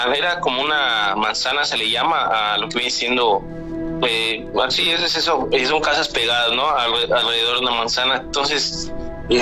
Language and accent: Spanish; Mérida, Yucatán, Mexico